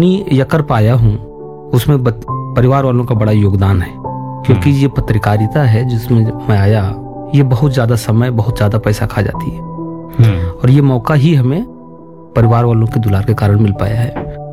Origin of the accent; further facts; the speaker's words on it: Gonda, Uttar Pradesh, India; पैदाइश हमारी गोंडा में ही है, और यहाँ से 6 किलोमीटर दूर हमारा गांव है पंडरी के पार।